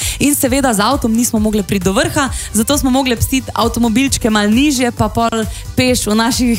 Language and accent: Slovenian; Šmarje pri Jelšah, Savinjska, Slovenia; jaz sem iz Štajerske, ne, okolica Šmarja pri Jelšah